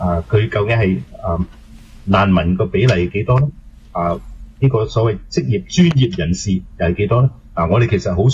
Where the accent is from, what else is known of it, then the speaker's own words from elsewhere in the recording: Canada; 我哋加拿大人口老化